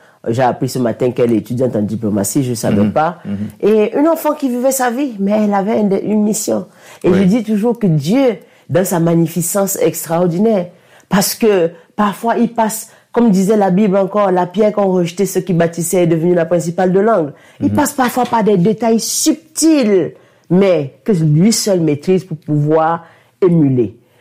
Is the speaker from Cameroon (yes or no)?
yes; Cameroon; moved away; moi, je suis parti du Cameroun. Ça fait une quarantaine d'années maintenant.